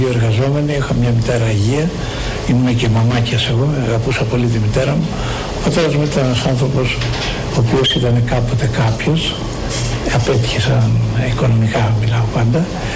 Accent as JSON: {"language": "Greek", "town": "Athens", "region": "Attica", "country": "Greece", "tie": "born or raised there", "said": "τα παιδικά μου χρόνια τα έζησα στο Κολωνάκι, τα απογευματινά ώρα στην πλατεία Κολωνακίου και το πρωί στην Δεξαμενή."}